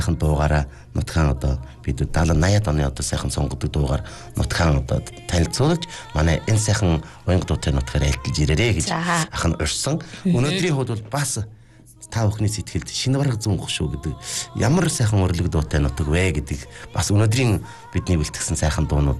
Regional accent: Inner Mongolia, China; moved away

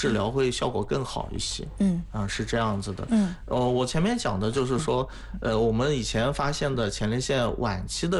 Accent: Shandong, China; 对对，就像我们前面聊到，就是我们山东老家那边有的人他是，就像我外公三餐都要喝酒

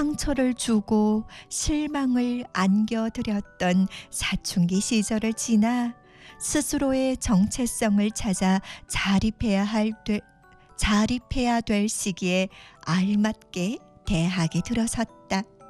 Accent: Yanji, Jilin, China; 그건 바로 내가 조선족이라는 것과 연길이라는 작은 도시에서 태어나 지금까지 자라났다는 거다.

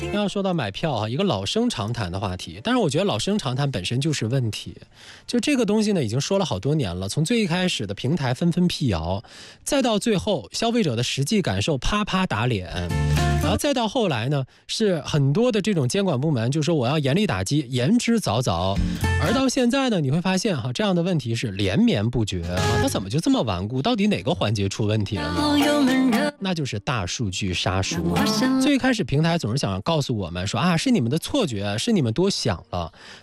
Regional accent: China

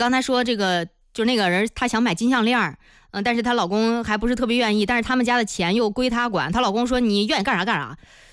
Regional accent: Zhengding, Hebei, China; 就是咱们正定，咱老家那个吃劲儿不大

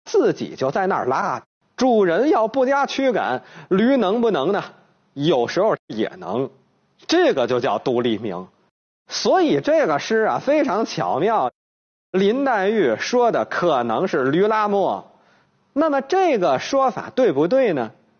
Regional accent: China; 我们中国人

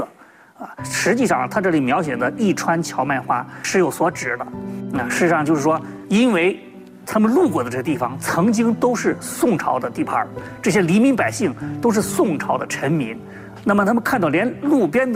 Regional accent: northern China, China

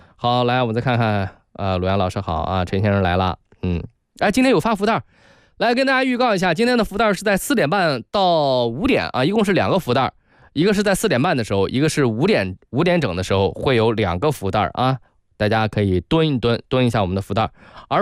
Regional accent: Tai'an, Shandong, China; moved away; 因为我是从小在山东长大的，就这一点我很明白。山东呢，这个我们那个城市是泰安啊，是一个旅游城市，三线的，是一个三线城市。

